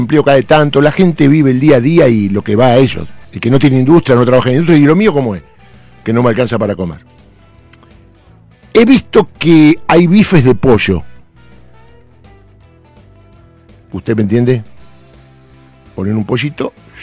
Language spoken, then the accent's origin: Spanish; Argentina; la sociedad argentina